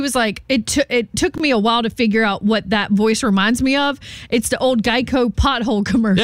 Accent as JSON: {"language": "English", "region": "the South", "country": "United States", "accent": "Southern", "said": "Like, I feel like I pick up my Southern accent. Like, this weekend I'll go home and mm-hmm. it'll come back out and then it'll go away."}